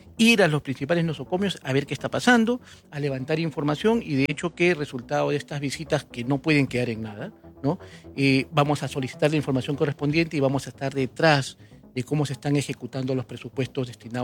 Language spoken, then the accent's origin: Spanish; Peru